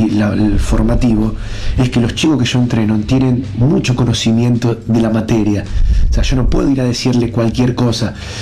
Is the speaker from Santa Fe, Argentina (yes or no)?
yes; Arequito, Santa Fe, Argentina; born or raised there; also born or lived in Buenos Aires; now in Perugia, Italy